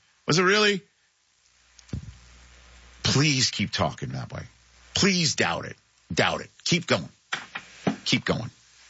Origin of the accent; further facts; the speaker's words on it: New York, United States; I'm a New Yorker. I'm not happy unless I'm unhappy sometimes.